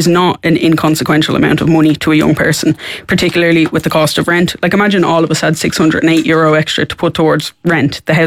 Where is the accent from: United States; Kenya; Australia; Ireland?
Ireland; Dublin, Leinster; I'm from Coolock